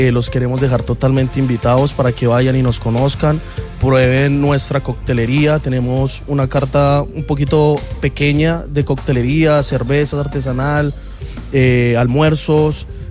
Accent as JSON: {"language": "Spanish", "country": "Colombia", "moved": "yes", "lives_now": "Rancagua, Chile", "said": "Yo soy de nacionalidad colombiano, sí, soy colombiano."}